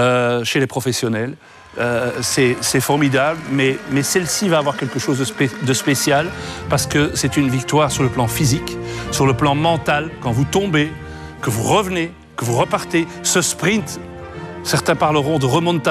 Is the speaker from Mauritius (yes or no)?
no; Belgium; Et pour patienter, mardi, chez nous en Belgique, dans cette ville merveilleuse de Binche